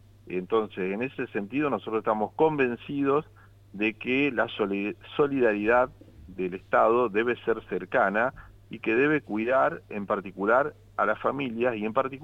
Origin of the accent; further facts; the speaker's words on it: Santa Fe, Argentina; legalizar nuestra legitimidad como santafesinos.